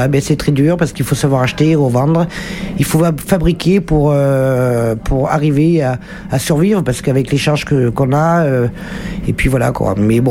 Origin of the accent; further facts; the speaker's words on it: Ribérac, Nouvelle-Aquitaine, France; also born or lived in Tocane-Saint-Apre; now in Périgueux, France; Non, je suis originaire de Ribérac et puis j'avais envie de voir autre chose. J'ai fait 10 ans à Ribérac, 10 ans à Tocane et 18 ans à Périgueux.